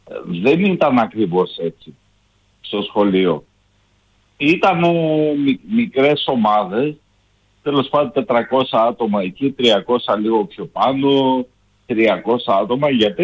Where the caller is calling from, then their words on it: Kilkis, Central Macedonia, Greece; από Κυρκής.